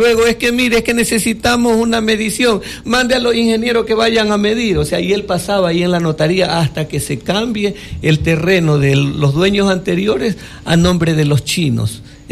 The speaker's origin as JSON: {"language": "Spanish", "town": "Quevedo", "region": "Los Ríos", "country": "Ecuador", "said": "como yo soy de Quevedo"}